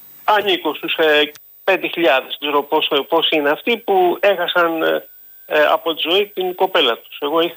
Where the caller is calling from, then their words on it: Greece; σαν Έλληνας πολίτης